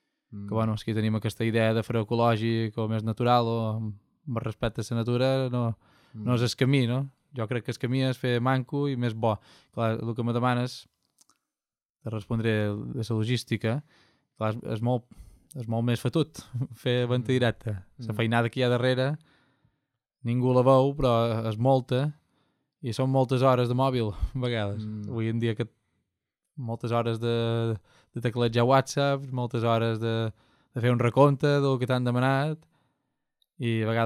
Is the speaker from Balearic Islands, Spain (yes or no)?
yes; Ferreries, Balearic Islands, Spain; som de Ferreries